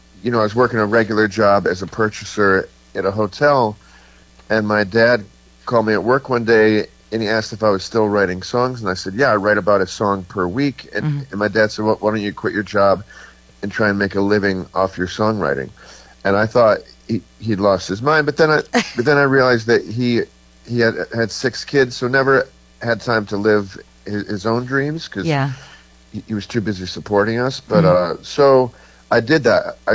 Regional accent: Buffalo, New York, United States; now in Boston, United States; So I moved to Boston from Buffalo, New York. And so I lived in Boston for a couple of years.

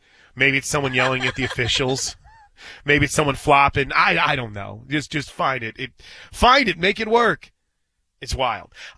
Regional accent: Missouri, United States; I grew up just outside of St. Louis. And St. Louis wasn't really an NBA mecca, right?

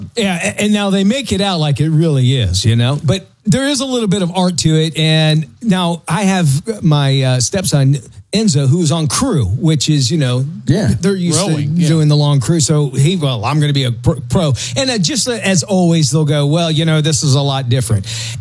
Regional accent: England, United Kingdom; And I go, "No, I'm English."

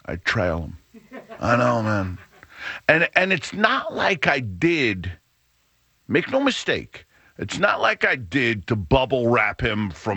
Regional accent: New Haven, Connecticut, United States; I grew up in Morris Cove. We had sidewalks.

